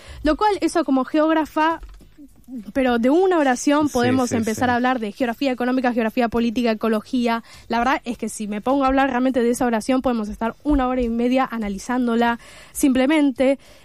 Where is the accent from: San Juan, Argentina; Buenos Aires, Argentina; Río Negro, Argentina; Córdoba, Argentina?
Buenos Aires, Argentina; nosotros no tenemos mucha idea como porteños